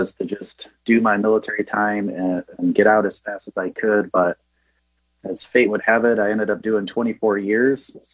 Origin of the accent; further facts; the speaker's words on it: Caledonia, New York, United States; moved away as an adult; I am from Caledonia, which is, for some who don't know, it's a small town right outside of Rochester, about 45 minutes. I grew up there.